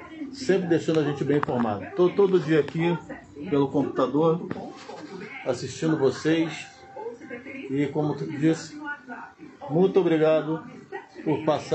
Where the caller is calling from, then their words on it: Rio de Janeiro, Brazil; aqui do Rio de Janeiro